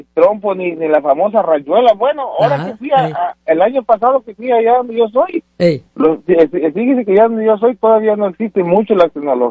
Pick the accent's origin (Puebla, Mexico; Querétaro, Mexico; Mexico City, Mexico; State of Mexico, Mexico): Puebla, Mexico; Yo soy de Puebla, de la Sierra, norte de Puebla.